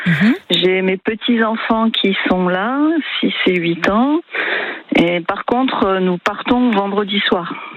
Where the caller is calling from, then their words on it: Sénac, France; Moi je suis à Sénac.